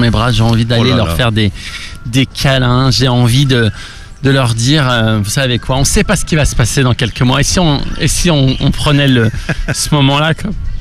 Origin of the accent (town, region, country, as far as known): Paris, Île-de-France, France